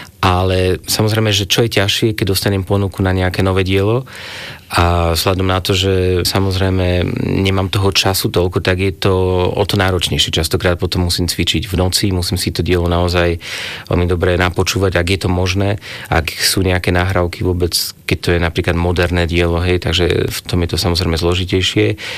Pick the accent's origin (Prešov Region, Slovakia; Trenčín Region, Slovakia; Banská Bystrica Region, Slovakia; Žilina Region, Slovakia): Žilina Region, Slovakia; Vrútky; moved away; hrávam často doma vo Vrútkach, odkiaľ ja pochádzam